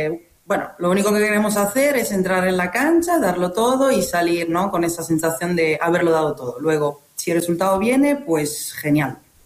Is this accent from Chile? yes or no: no; Italy; Spanish is a second language; moved away as an adult; now in A Coruña, Spain; Llevo ya 6 años en La Coruña, 7 en España, soy italiana